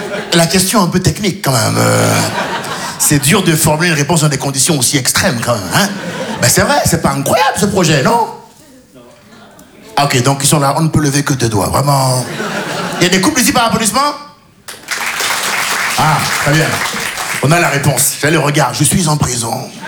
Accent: Benin; also born or lived in France

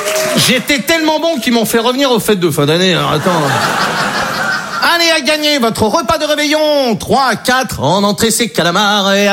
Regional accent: Brittany, France; Je suis breton. J'ai 20 ans.

